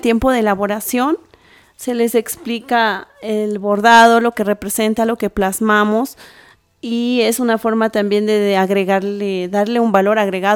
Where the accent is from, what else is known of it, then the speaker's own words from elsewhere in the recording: Mexico; nuestra cultura como mexicanos